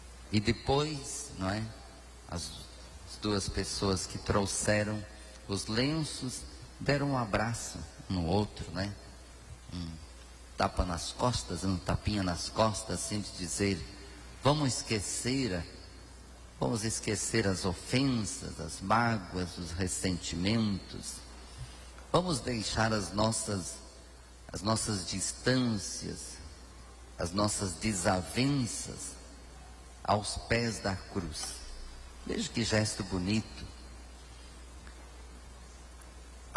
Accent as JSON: {"language": "Portuguese", "town": "Seberi", "region": "Rio Grande do Sul", "country": "Brazil", "tie": "born or raised there", "said": "Embora eu seja gaúcho, sou gaúcho, né? Sou gaúcho. Nascido aqui, na cidade mais importante do Brasil, que é minha terra natal, não é? Então, a cidade bonita chamada Seberi, bem aí perto."}